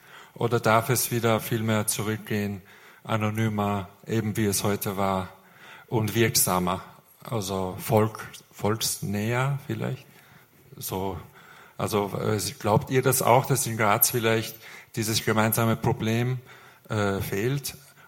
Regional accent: Tehran, Tehran Province, Iran; Ich bin auch in Teheran aufgewachsen und ich sehe da natürlich die Proteste

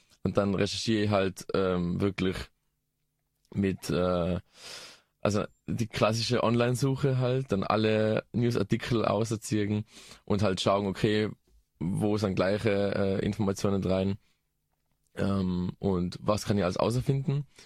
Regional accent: Innsbruck, Tyrol, Austria; Also es gibt ja bei uns in Innsbruck alle ein, zwei Monate ein lokales Treffen

